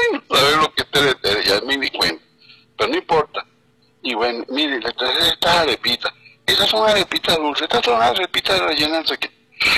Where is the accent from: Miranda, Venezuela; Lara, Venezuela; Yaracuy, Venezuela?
Yaracuy, Venezuela; born there; now in Valencia, Venezuela; sea aquí en Valencia, sea allá en mi pueblo, en Irbo, en Yaracuy